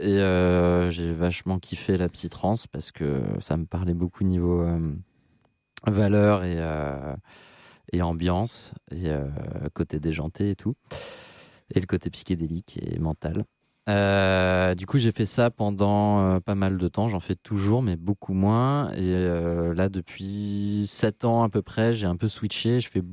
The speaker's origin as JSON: {"language": "French", "town": "Nantes", "region": "Pays de la Loire", "country": "France", "tie": "born or raised there", "said": "Non, je viens de région nantaise. Enfin, j'ai grandi à Nantes"}